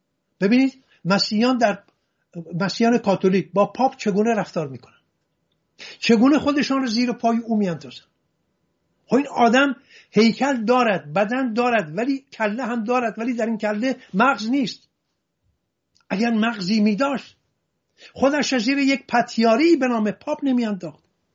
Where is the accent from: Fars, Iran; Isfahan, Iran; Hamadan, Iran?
Hamadan, Iran; من به راستی این مردم، خودم در محله کریمیان همدان بزرگ شدم، دوستان من بیشینی دوستان من بهترین دوستان من یهودی هستن